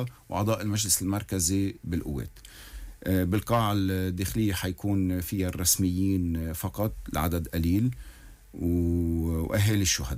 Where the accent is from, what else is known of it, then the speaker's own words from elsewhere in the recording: Lebanon; نحن كلبنانيين